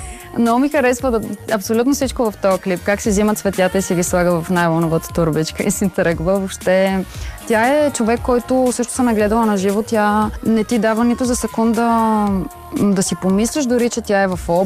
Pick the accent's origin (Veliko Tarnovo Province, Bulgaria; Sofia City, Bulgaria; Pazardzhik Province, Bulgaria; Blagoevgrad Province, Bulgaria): Blagoevgrad Province, Bulgaria; Blagoevgrad; в родния ми град Благоевград